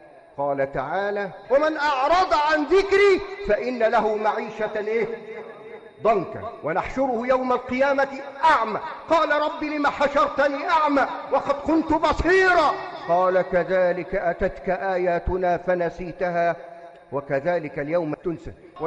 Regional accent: Egypt; اللهم اجعل بلدنا مصر بلد أمن وأمان

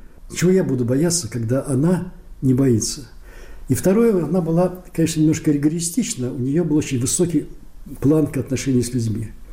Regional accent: Saint Petersburg, Russia; born there; блокаду мы пережили всей семьей в Ленинграде.

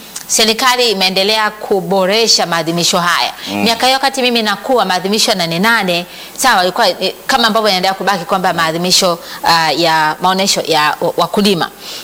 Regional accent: Mbeya, Tanzania; ilikuwa kimila kule kwetu Safwani.

